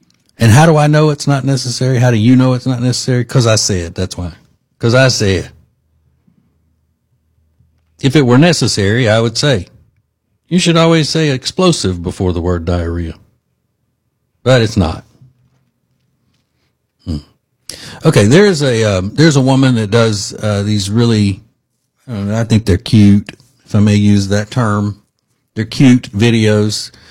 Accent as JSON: {"language": "English", "region": "Louisiana", "country": "United States", "tie": "born or raised there", "also_born_or_lived": "Alabama", "moved": "yes", "lives_now": "Charlotte, United States", "said": "when I lived in Alabama or when I was growing up in Louisiana."}